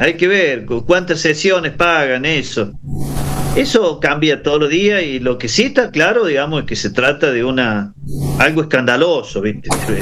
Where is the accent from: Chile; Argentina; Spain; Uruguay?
Argentina; soy un ciudadano argentino